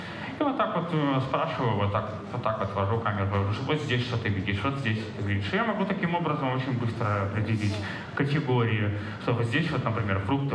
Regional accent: Minsk, Belarus; я уже город, это же все-таки Минск, мой родной город

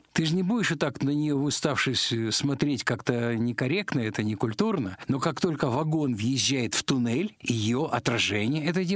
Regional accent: Kazakhstan; now in Moscow, Russia; Я когда, к сожалению, распался наш родной Советский Союз, я переехал из Казахстана в Москву, стал работать в одном месте города Москвы, а жил в другом.

